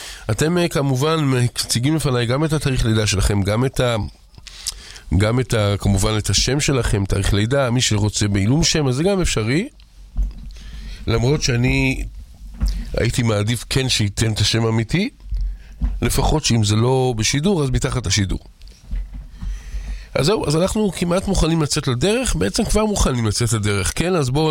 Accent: Jerusalem, Jerusalem District, Israel; אני בא משכונת מאה שערים, שם יש שם ממש, אתה מרגיש כבר את סוכות, כמה כולם כבר בונים.

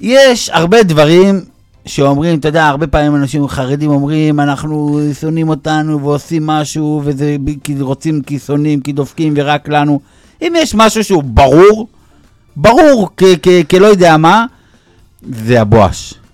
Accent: Jerusalem, Jerusalem District, Israel; אני הייתי גר בגאולה, אני לא יודע כמה שנים, כל החיידר שלי, כל הילדות שלי, כל שהייתי בישיבה, ושנים, אני לא יודע, אני חושב קרוב ל-20 שנה.

